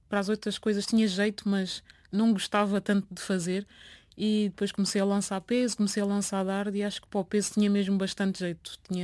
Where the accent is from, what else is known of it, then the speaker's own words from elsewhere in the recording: Seixal, Lisbon metropolitan area, Portugal; born there; also born or lived in Almada; Pregal, 1996. E pronto, sempre vivi os meus primeiros 9 anos no Seixal. Depois, entretanto, as coisas começaram-se a dificultar entre os meus pais e pronto, eu fui viver para uma instituição de acolhimento para crianças desfavorecidas